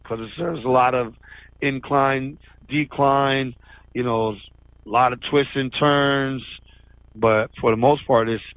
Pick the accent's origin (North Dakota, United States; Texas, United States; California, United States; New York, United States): New York, United States; Born and raised in New York.